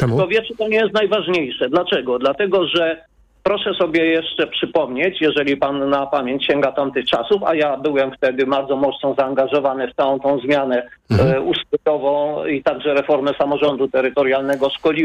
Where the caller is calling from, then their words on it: Warsaw, Masovian Voivodeship, Poland; Jestem architektem, urbanistą z Warszawy.